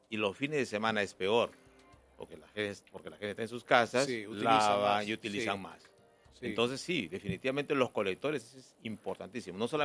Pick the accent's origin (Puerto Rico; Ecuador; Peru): Peru; Lima; Nosotros, como limeños, no nos damos cuenta de la magnitud de la empresa de CEAPAL.